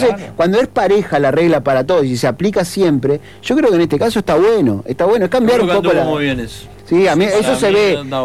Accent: Uruguay; somos llorones los uruguayos.

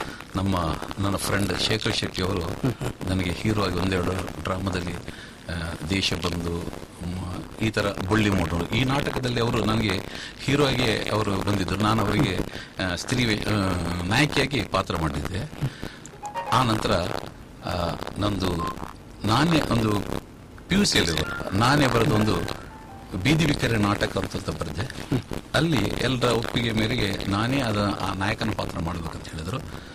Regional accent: Mangaluru, Karnataka, India; ಬೋಳೂರ್ ಅಂದರೆ ನಾನು ಹುಟ್ಟಿದ ಊರು. ಅಂದರೆ ನಾನು ಬೋಳೂರಿನ ಹೊಯ್ಗೆ ಬೈಲಲ್ಲೇ ನಾನು ಹುಟ್ಟಿದ್ದು.

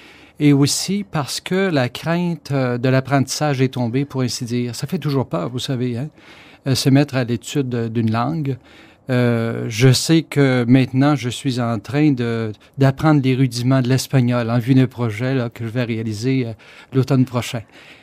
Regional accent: Saint-Damien, Quebec, Canada; Je suis natif, moi, de Saint-Damien, dans le beau comté de Bellechasse. C'est un pays de montagne, hein

